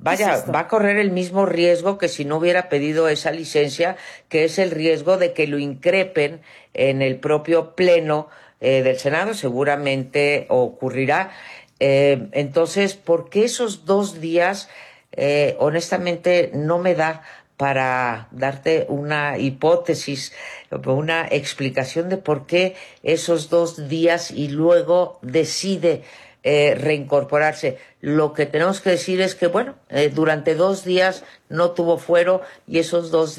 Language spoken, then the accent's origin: Spanish; Mexico; Pues, me duele como mexicana decir esto.